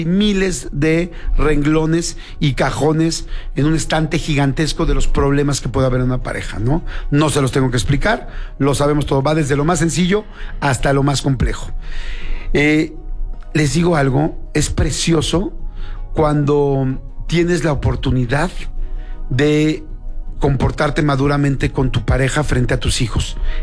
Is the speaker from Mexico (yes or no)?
yes; Mexico; los que somos tradicionales mexicanos